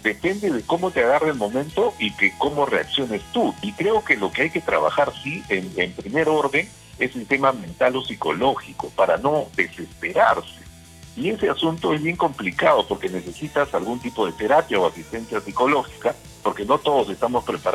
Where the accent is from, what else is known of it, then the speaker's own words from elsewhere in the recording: Peru; todos somos peruanos